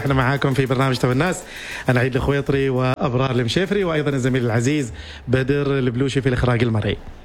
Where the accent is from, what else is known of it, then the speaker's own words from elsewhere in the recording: Oman; احنا كعمانيين ايضا من دول الخليج وايضا من الدول العربيه طبعاً.